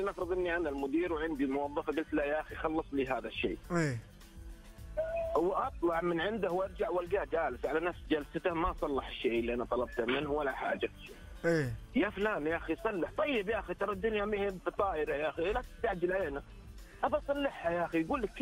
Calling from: Riyadh, Riyadh Province, Saudi Arabia; انا اكلمك من الرياض.

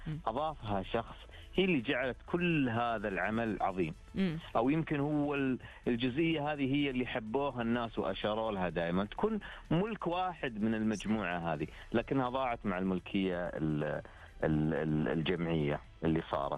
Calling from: Khobar, Eastern Province, Saudi Arabia; من الخبر.

